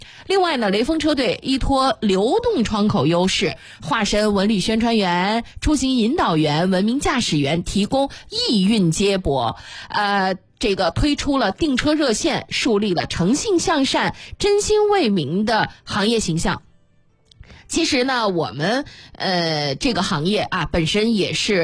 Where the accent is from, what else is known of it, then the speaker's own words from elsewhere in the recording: Xuzhou, Jiangsu, China; 我容易说我是徐州土著啊，从小在徐州出生，在徐州成长的啊，我的工作生活都在徐州